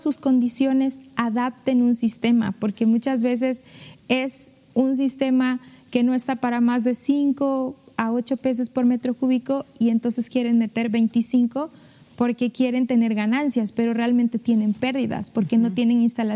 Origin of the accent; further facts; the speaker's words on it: Medellín de Bravo, Veracruz, Mexico; Del municipio de Medellín.